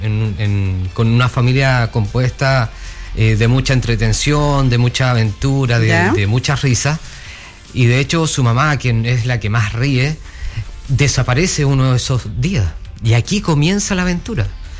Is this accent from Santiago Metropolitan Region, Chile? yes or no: yes; Santiago, Santiago Metropolitan Region, Chile; born there; now in Los Ángeles, Chile; Nací en Santiago.